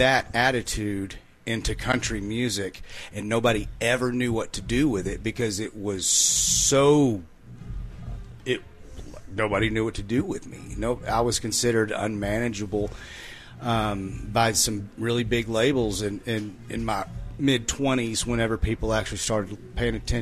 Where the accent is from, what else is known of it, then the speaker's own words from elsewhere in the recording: Fort Worth, Texas, United States; so it's yeah, I'm from Fort Worth.